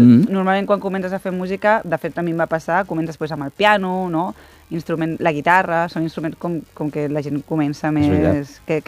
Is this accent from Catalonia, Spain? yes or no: yes; Barcelona, Catalonia, Spain; Al Raval, sí, jo soc del Raval, vaig començar allà.